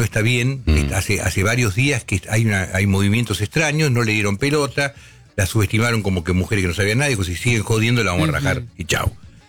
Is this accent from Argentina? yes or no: yes; Argentina; Yo soy un tipo argentino, hijo de madre y padre judía, que no practico la religión, pero la estudié de chiquito y en hebreo